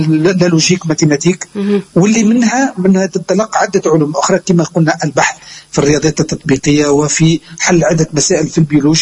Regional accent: Tunisia; وهذا شرف كبير أنا أول حاجة كتونسي

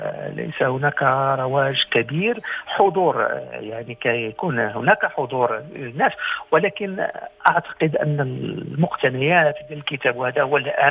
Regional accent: Morocco; عندنا في المغرب،

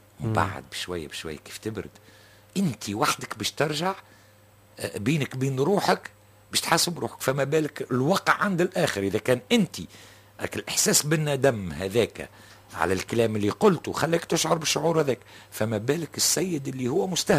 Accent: Tunisia; accent: Tunisian; في دارجتنا التونسية

